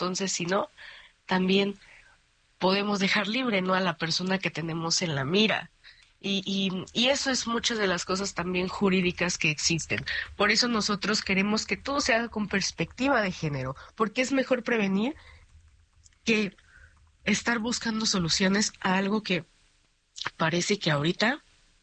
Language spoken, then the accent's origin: Spanish; Mexico; No afirmamos nosotras como mexicanas, pero tal vez también nosotras ya estamos un poco sesgadas porque aquí vivimos